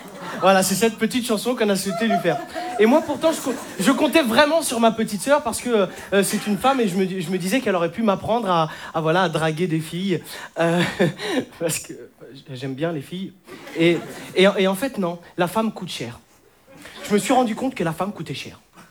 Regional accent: Algeria; Je suis algérien.

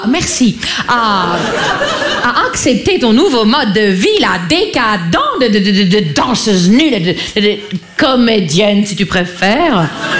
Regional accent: Grand Est, France; accent: Vosges

